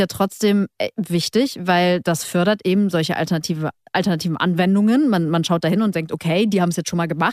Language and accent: German; Bremen, Germany; Also ich würde immer auf mein Heimatbundesland Bremen tippen